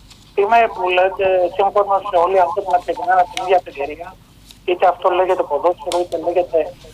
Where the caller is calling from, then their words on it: Egaleo, Attica, Greece; από το Εγάλεο.